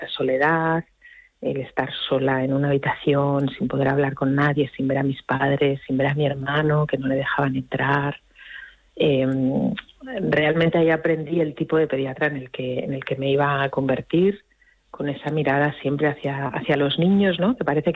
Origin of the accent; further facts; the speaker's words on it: Asturias, Spain; Central de Asturias, porque yo soy asturiana, pues en brazos de unos padres aterrados